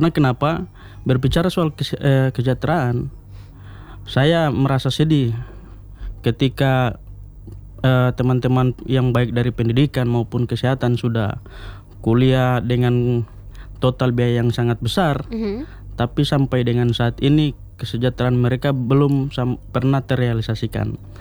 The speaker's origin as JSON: {"language": "Indonesian", "region": "Gorontalo", "country": "Indonesia", "said": "kalau khusus di Indonesia Timur, kebetulan saya dari Gorontalo."}